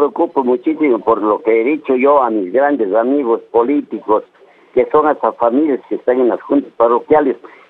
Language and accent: Spanish; Sevilla de Oro, Azuay, Ecuador; born there; moved away; Yo cuando llegué aquí, yo regresé a mi tierra, donde que yo nací, como a los 30 años.